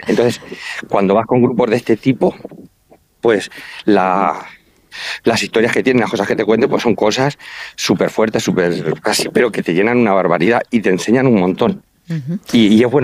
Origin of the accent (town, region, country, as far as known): Santa Cruz de los Cáñamos, Castilla-La Mancha, Spain; accent: Manchego; now in Albacete, Spain